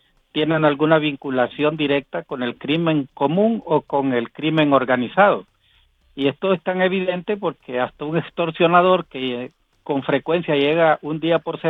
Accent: Colón, Honduras; yo soy del departamento de Colón, nací el 62

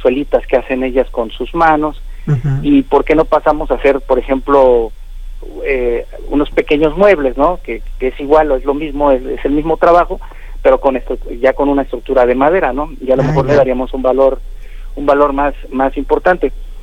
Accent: Landa de Matamoros, Querétaro, Mexico; somos el municipio de Landa es uno de los municipios que tiene parte de la Huasteca

